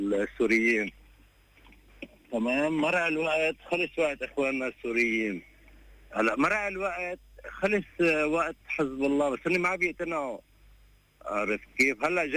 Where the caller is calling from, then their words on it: Beirut, Beirut Governorate, Lebanon; من بيروت.